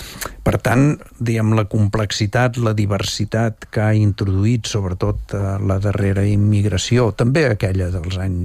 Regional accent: Terrassa, Catalonia, Spain; ja es nota que sóc de Terrassa

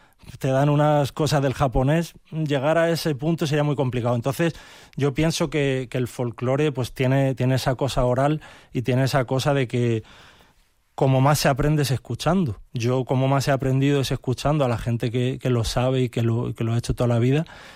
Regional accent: Albalá, Extremadura, Spain; en mi pueblo, en Albalá, que es un pueblo de Cáceres

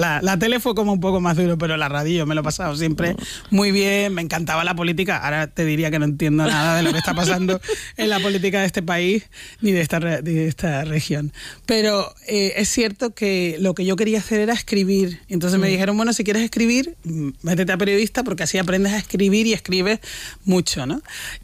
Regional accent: Canary Islands, Spain; accent: Canarian; also born or lived in Córdoba; Yo es que me siento muy canaria. Cordobesa también

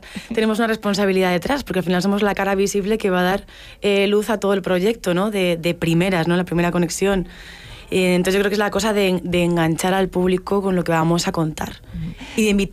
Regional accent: Fuentepelayo, Castile and León, Spain; Soy de Fuente Pelayo.

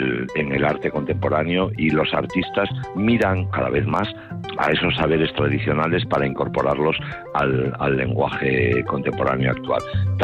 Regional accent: San Román, Asturias, Spain; los de San Román no somos público de Nexo 2.

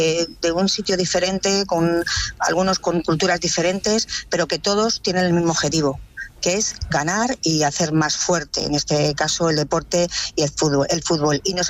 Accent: Spain; yo sinceramente me siento orgullosa de todo como ha transcurrido, no solamente como española, sino también, como no, como ministra de Educación

